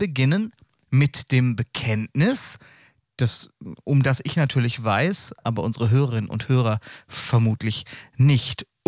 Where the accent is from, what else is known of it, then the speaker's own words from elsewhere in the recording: Selm, North Rhine-Westphalia, Germany; also born or lived in Dortmund; Ja, also ich bin in Selm aufgewachsen. Ich bin in Dortmund geboren, aber dann mit 3 Monaten schon Land verschleppt worden.